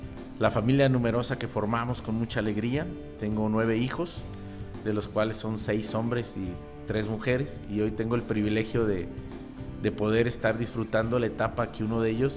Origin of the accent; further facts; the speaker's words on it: Guadalajara, Jalisco, Mexico; yo soy originario aquí de Guadalajara, desde pequeño, de una familia de un veracruzano y una de la Ciudad de México que se viene aquí. Y bueno, vivo toda mi infancia aquí en Guadalajara.